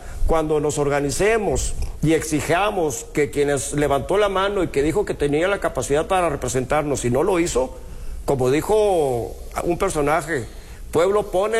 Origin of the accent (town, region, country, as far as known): Piedras Negras, Coahuila, Mexico